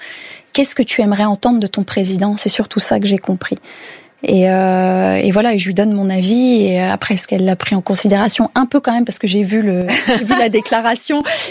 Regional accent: France; now in United States

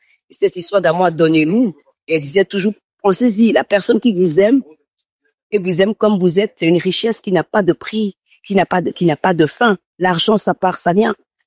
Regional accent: Benin; now in New York, United States; moi, j'ai grandi en Afrique, au Bénin

